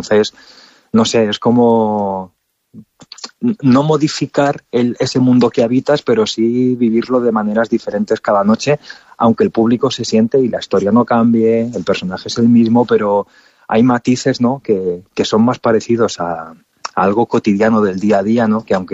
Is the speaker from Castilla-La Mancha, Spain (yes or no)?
yes; Valdepeñas, Castilla-La Mancha, Spain; moved away as an adult; now in Madrid, Spain; hará 20 años que me fui de Valdepeñas a Madrid a estudiar y bueno, pues supone, pues eso, mucha alegría y, bueno, que tu propia ciudad, ¿no?, te reconozca tu labor